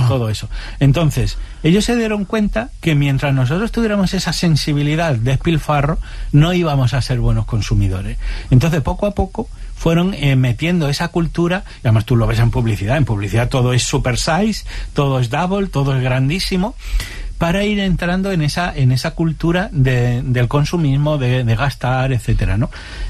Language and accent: Spanish; Extremadura, Spain; Claro, yo soy extremeño. Mi abuela extremeña de toda la vida, nació en 1820.